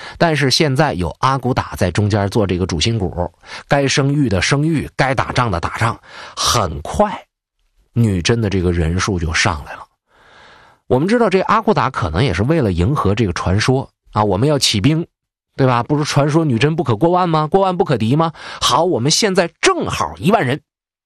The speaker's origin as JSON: {"language": "Chinese", "region": "Northeast China", "country": "China", "said": "作为一个东北人我特别了解大年初一会冷到什么程度。"}